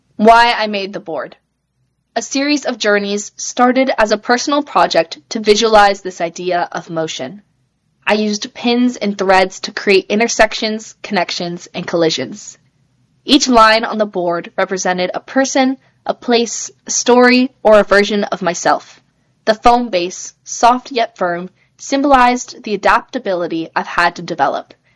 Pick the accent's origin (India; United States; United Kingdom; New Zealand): India; also born or lived in Korea; now in Canada; I was born in Korea, spent much of my childhood in India, and now study in Canada.